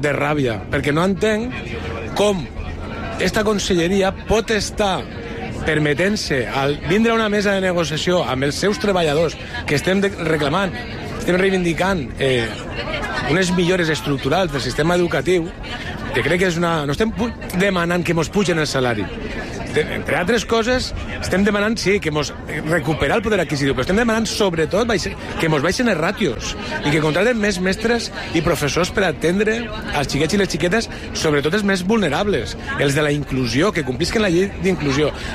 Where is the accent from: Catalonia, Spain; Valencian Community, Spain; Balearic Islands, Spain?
Valencian Community, Spain; Benicarló; moved away; O d'altres comarques no tan centrals, com pel Maestrat, jo soc de Benicarló